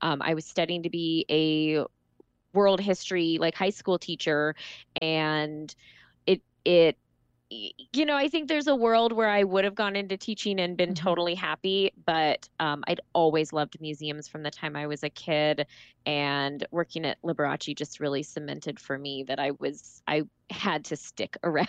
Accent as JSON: {"language": "English", "town": "Las Vegas", "region": "Nevada", "country": "United States", "tie": "born or raised there", "also_born_or_lived": "South Carolina / Massachusetts", "moved": "as an adult", "said": "I grew up in Las Vegas."}